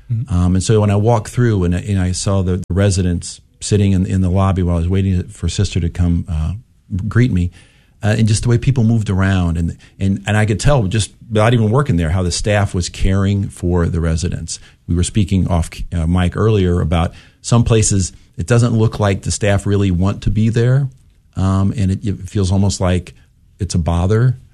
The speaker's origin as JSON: {"language": "English", "town": "Independence", "region": "Missouri", "country": "United States", "tie": "born or raised there", "said": "I'm born and raised in Independence, Missouri. Grew up blocks from Harry Truman's house."}